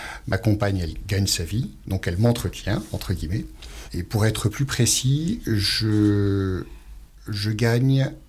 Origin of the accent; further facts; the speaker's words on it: Brittany, France; c'est parce que ça représente l'Ardèche, qui est le pays de la châtaigne, et le caramel, parce que je viens de Bretagne.